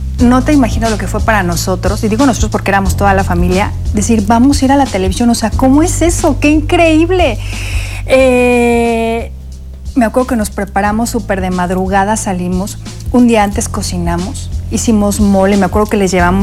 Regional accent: Querétaro, Mexico; born there; Me acuerdo yo que la carrera no estaba en mi tierra, ni en Amealco ni en San Juan del Río en ese momento.

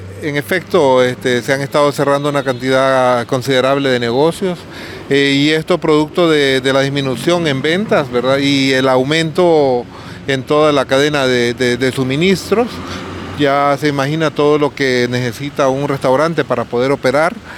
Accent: Honduras; nosotros como hondureños

